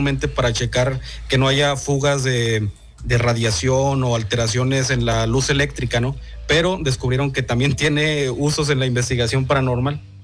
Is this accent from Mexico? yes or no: yes; San Juan del Río, Querétaro, Mexico; una hacienda de acá de mi pueblo, San Juan del Río